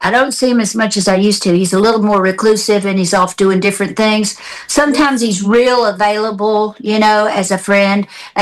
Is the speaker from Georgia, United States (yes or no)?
no; Memphis, Tennessee, United States; Teenie, you're from Memphis, I'm from Memphis, we should know each other.